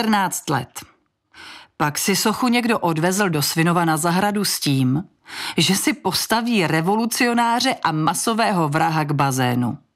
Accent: Ostrava, Moravian-Silesian Region, Czechia; když jsem byla malá, přišla mi v Porubě zdaleka nejvíc vzrušující Leninka, tedy Leninova třída.

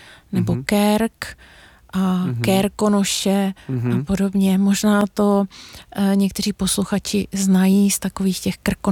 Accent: Jindřichův Hradec, South Bohemian Region, Czechia; Já pocházím z Jindřichova Hradce

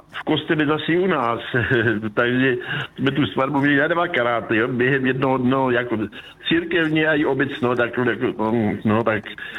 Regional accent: Olbramovice, South Moravian Region, Czechia; born there; tak já jsem se narodil v Olbramovicích u Moravského Krumlova. To nejsou ty Olbramovice někde u Benešova, tak to jsou Olbramovice tady u Moravského Krumlova.

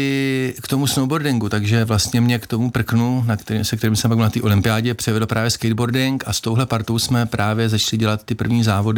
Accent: Hradec Králové, Hradec Králové Region, Czechia; born or raised there; also born or lived in Hořice

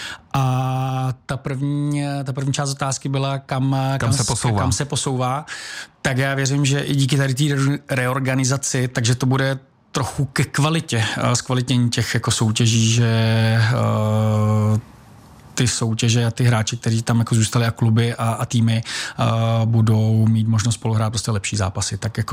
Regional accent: South Bohemian Region, Czechia; já jsem rád, že u nás v Jižních Čechách se daří, že prostě přicházejí mladí, noví do vedení klubů

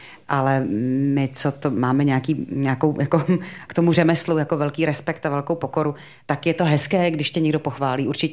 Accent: Mělník, Central Bohemian Region, Czechia; born there; moved away; also born or lived in Brno; já tady mám kořeny, narodila jsem se v Mělnice, měla jsem tady pořád ještě maminku, takže jsem vždycky se vracela často jako domů

